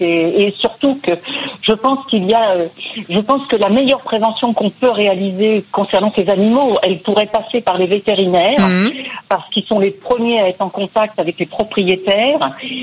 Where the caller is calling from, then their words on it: Brech, Brittany, France; Je vous appelle de la ville de Breck.